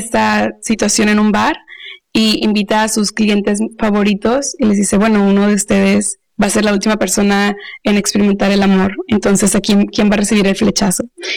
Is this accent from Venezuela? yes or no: no; Mexico; yo como mexicana, ¿qué aporto con mi lenguaje, con mi conocimiento, con mis símbolos, con mis rituales, etcétera?